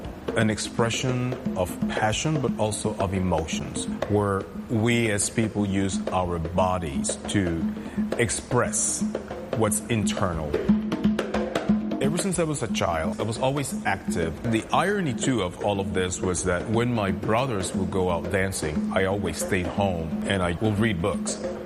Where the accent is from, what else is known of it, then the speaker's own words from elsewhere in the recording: Panama; moved away as an adult; also born or lived in Oklahoma; now in Houston, United States; I'm originally from Panama, so I'm Panamanian, half Jamaican. I ended up in the United States with a scholarship for music, so I started studying music back home. And then a scholarship brought me to Oklahoma, and then from Oklahoma I came to Houston, and that was back in 1995